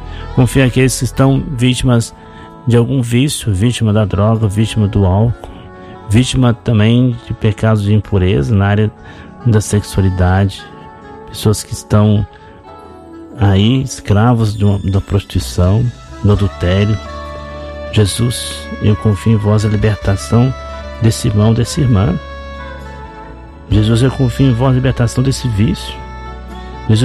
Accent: Contagem, Minas Gerais, Brazil; also born or lived in Belo Horizonte; nossos irmãos lá de BH, minha terra, nasci em BH, fui criado em Contagem, meus irmãos estão em Contagem, minha mãe está em Contagem

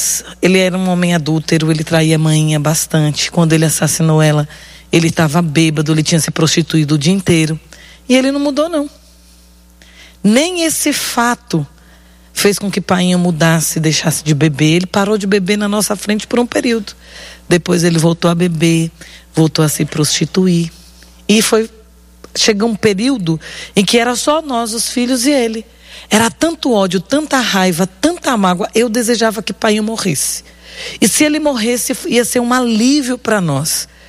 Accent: Bahia, Brazil; Isso lá no interior da Bahia. Eu sou baiana.

